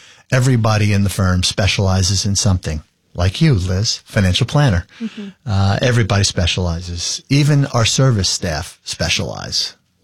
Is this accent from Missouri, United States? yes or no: no; Edison, New Jersey, United States; also born or lived in New Brunswick, New Jersey; I was born in New Jersey, in Edison, New Jersey, named after Thomas Alva Edison, the inventor of the light bulb, so some people think. I lived there for all of my years up to college